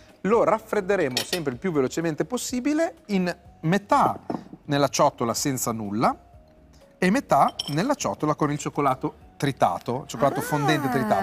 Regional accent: Emilia-Romagna, Italy

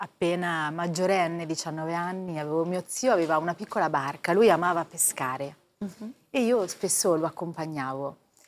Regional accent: Ancona, Marche, Italy; Anconetano.

